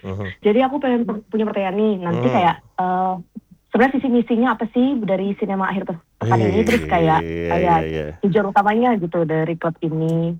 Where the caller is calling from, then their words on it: Jakarta, Indonesia; Aku sebenarnya dari Jakarta.